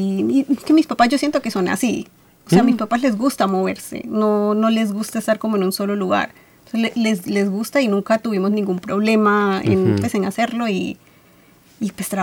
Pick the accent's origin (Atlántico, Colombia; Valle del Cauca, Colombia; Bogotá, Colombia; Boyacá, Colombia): Valle del Cauca, Colombia; Por eso es que cuando la gente me pregunta a mí de dónde sos, yo siempre digo yo soy de Cali porque es mi lugar más cercano para identificarlo, pero yo soy del Valle. Yo soy del Valle del Cauca